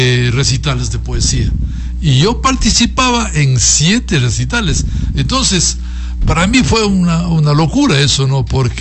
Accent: Macas, Morona Santiago, Ecuador; como representante de acá, de esta tierra, de mi provincia, de mi tierra, de Macas

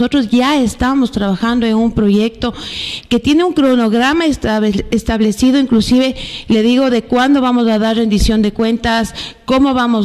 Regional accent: Ambato, Tungurahua, Ecuador; todos quienes somos la gente de Ambato

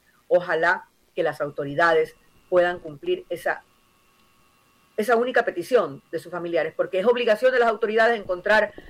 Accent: Ecuador; nosotros como ecuatorianos nos hemos acostumbrado a ignorar

